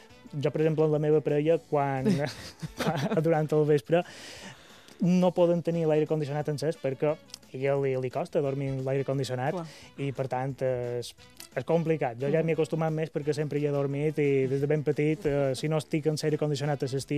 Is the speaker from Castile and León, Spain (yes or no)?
no; Mallorca, Balearic Islands, Spain